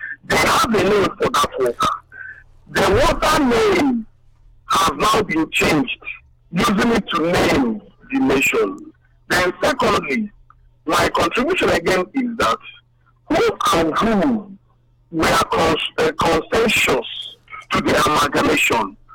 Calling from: Port Harcourt, Rivers, Nigeria; I'm calling from Port Harcourt.

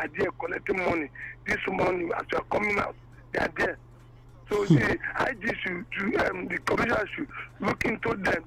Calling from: Rivers, Nigeria; I'm coming from Trasamali.

